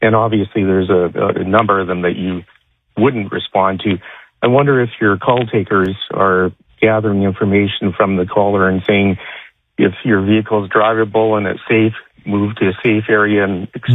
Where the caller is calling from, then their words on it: Saskatoon, Saskatchewan, Canada; since I'm from Saskatoon.